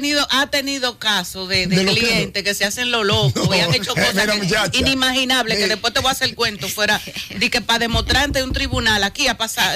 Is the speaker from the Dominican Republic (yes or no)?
yes; Dominican Republic; nosotros como dominicanos nos encanta mucho compararnos con los Estados Unidos